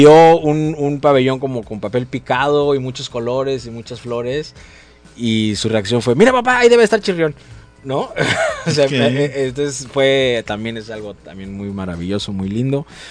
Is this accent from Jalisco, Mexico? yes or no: no; Acapulco, Guerrero, Mexico; yo soy de Acapulco, ¿no?